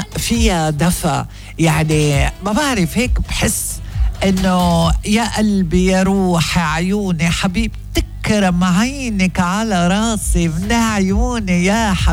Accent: Lebanon; الاشياء بلهجتنا، انه نحنا شعب متعود يوزع كلمات المحبة ببلاش

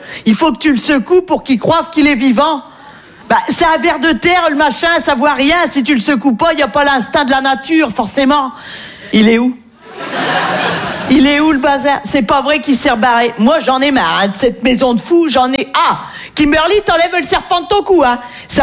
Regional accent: Hauts-de-France, France

